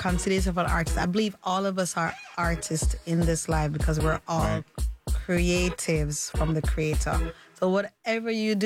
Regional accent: Florida, United States; I grew up in Florida

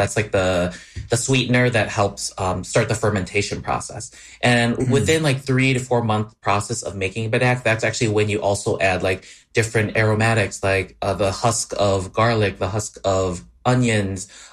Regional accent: Wisconsin, United States; I grew up in Wisconsin, but with my mom always cooking lao food at home.

